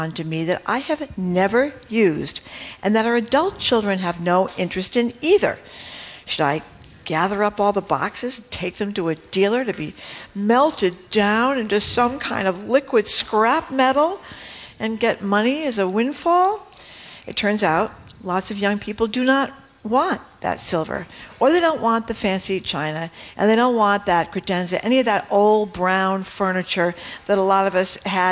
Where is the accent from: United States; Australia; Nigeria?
United States; Fall River, Massachusetts; in my house at home when I was growing up in Fall River